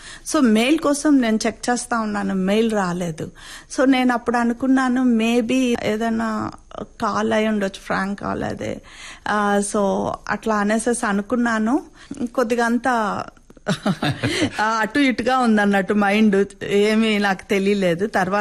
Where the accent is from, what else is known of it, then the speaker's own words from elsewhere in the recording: Kuchipudi, Andhra Pradesh, India; District Kuchipudi village కి దగ్గరలో మా అమ్మమ్మ తాతయ్య గారు ఉండేవాళ్ళు. వాళ్ళ దగ్గర చిన్నప్పటి నుంచి నేను పెరిగాను.